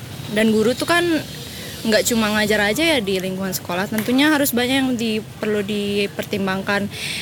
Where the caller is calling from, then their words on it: Mataram, West Nusa Tenggara, Indonesia; saya dari Mataram.